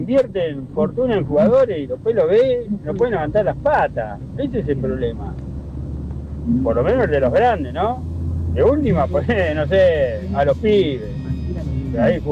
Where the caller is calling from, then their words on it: Palermo, Buenos Aires, Argentina; de Tachita Palermo